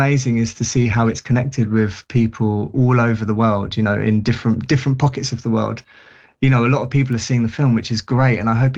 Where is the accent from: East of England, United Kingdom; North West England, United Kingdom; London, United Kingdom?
London, United Kingdom; It was a similar deal in where I grew up in South London.